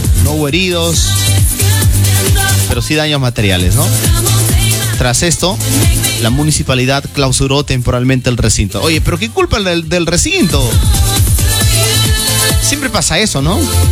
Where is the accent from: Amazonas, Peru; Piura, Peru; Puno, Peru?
Amazonas, Peru; born there; now in Bagua, Peru; Otucho, tierra prometida, por ahí mi zona y a mi barrio. Mi tierra.